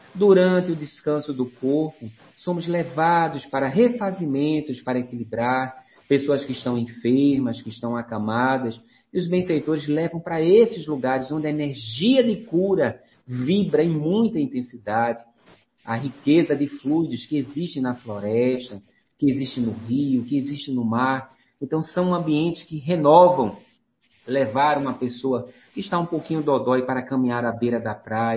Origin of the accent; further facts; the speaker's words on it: Rio de Janeiro, Brazil; born there; Nasci no Rio. Meu coração é paulista, mas minha alma é mineira.